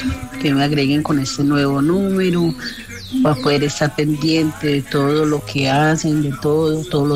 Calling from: Medellín, Antioquia, Colombia; soy de Bombona 2.

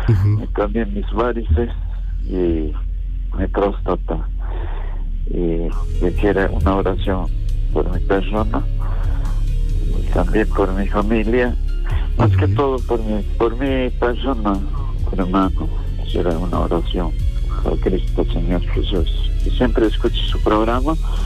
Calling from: Puno, Peru; Estoy llamando desde la ciudad de Puno.

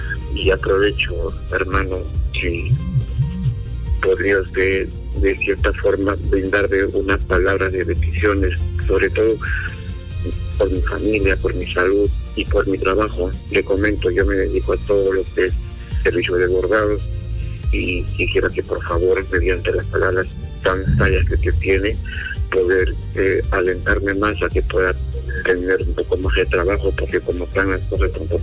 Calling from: Lima, Peru; del Cercado de Lima.

